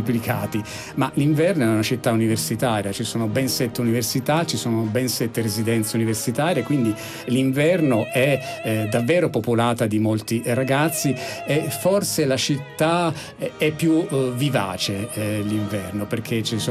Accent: Rome, Lazio, Italy; per noi che siamo romani

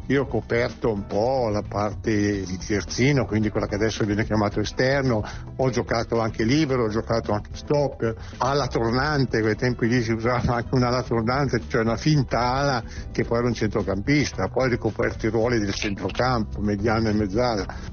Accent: Magenta, Lombardy, Italy; io sono di Magenta, vicino Milano

